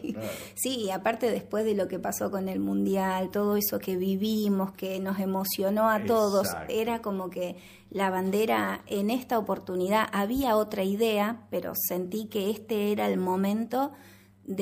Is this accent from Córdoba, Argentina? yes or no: no; Ramallo, Buenos Aires Province, Argentina; del pueblo donde vivo, donde me crié